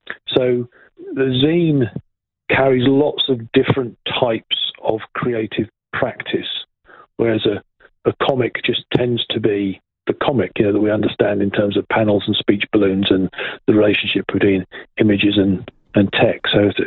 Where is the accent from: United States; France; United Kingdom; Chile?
United Kingdom; England; because I'm English, right?